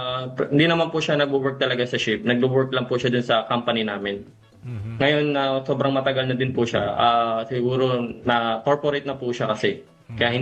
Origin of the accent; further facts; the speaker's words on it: Bulacan, Central Luzon, Philippines; Dito po, sa Tigabulacan po ako.